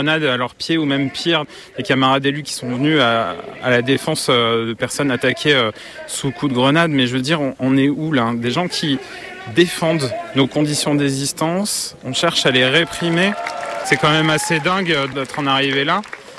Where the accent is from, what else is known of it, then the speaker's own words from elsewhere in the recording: Pays de la Loire, France; donc, je viens de la région des Pays de la Loire, la région voisine d'ici.